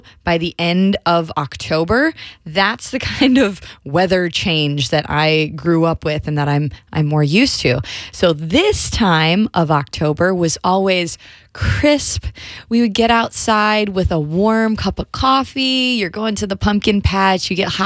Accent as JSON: {"language": "English", "region": "Minnesota", "country": "United States", "tie": "born or raised there", "moved": "yes", "lives_now": "Southeast, United States", "said": "I grew up in Minnesota, okay? When I tell you that there was often snow by the end of October, that's the kind of weather change that I grew up"}